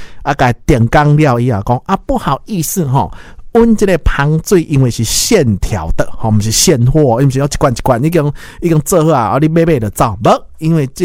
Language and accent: Chinese; Taiwan; 这个单岛人很难想象，我们台湾人很需要说哦，台湾被世界看见嘛。